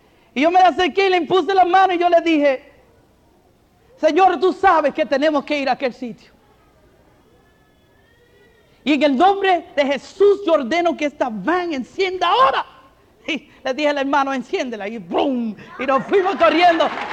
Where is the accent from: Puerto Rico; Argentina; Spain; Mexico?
Puerto Rico; Barranquitas; moved away; Yo me crié en Barranquitas. O sea, corrí por todo eso por allí.